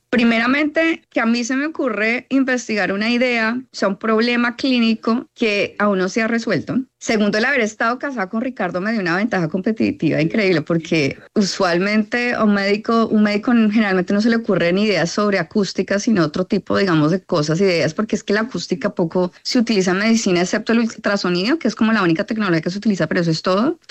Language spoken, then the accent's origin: Spanish; Neiva, Huila, Colombia; now in Boston, United States; Yo soy de Neiva, huilense. Lo conozco en Boston en el 2007